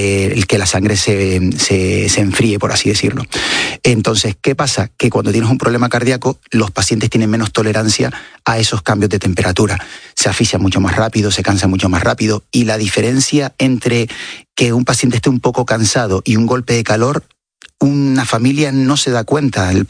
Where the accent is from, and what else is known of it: Canary Islands, Spain; now in Madrid, Spain